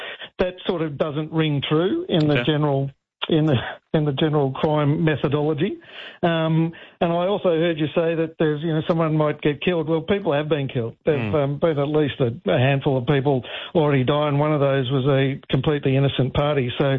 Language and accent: English; Melbourne, Victoria, Australia; Well, you know, I'm born and bred in Melbourne, so nothing supreme in Victoria.